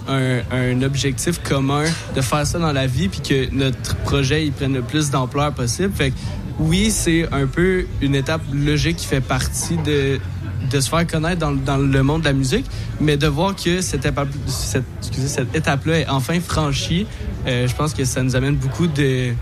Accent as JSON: {"language": "French", "region": "Quebec", "country": "Canada", "accent": "Quebec"}